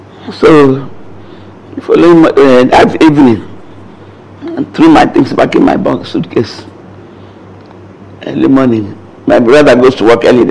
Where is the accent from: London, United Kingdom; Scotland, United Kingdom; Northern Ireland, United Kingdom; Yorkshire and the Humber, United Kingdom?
London, United Kingdom; born there; also born or lived in Nigeria; Well, I was born in London, okay? So that's the only place I've been to that is not Nigeria.